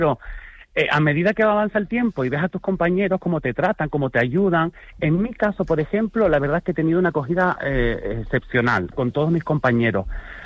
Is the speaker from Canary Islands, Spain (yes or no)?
yes; Canary Islands, Spain; tú sabes que el carácter del canario es así